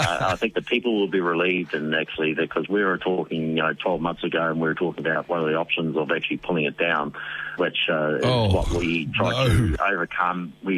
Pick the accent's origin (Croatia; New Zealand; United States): New Zealand